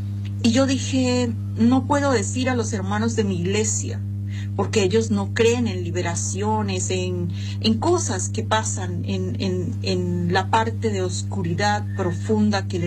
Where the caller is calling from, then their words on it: Colombia; soy de Colombia.